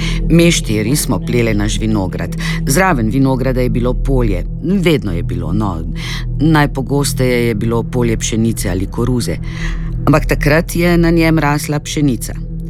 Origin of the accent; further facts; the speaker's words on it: Mokrin, Vojvodina, Serbia; z njo sem se 4 leta vozila od Mokrina do Kikinde, ker sem odraščala v Mokrinu. To je na skrajnem severu Banata, na romunski meji. Tam blizu je tudi Mačarska.